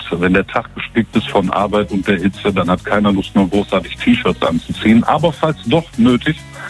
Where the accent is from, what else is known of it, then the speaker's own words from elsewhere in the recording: Germany; wir in Zentraleuropa, gerade als Deutsche